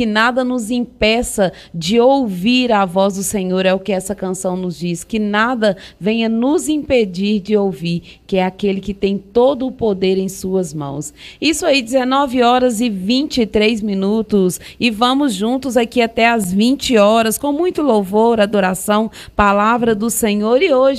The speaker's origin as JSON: {"language": "Portuguese", "town": "Pedro Leopoldo", "region": "Minas Gerais", "country": "Brazil", "tie": "born or raised there", "said": "Aí eu fico feliz demais que minha terra tá ligada aí, ué."}